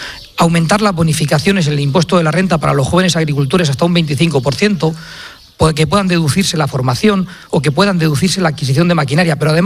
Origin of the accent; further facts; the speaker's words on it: Castilla-La Mancha, Spain; mientras que el gobierno de mi tierra esté también a esas cosas y no a ocuparse del agricultor, tenemos un grave problema. En Castilla-La Mancha hace 5 años y medio